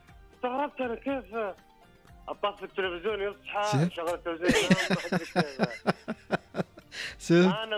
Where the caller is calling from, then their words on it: Al Lith, Makkah Province, Saudi Arabia; والله أكلمك من الليث التابع لمكة.